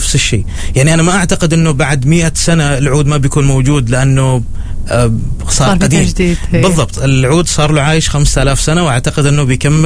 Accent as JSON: {"language": "Arabic", "country": "Oman", "said": "نمثل في البداية فيها نفسنا كعمانيين خليجيين"}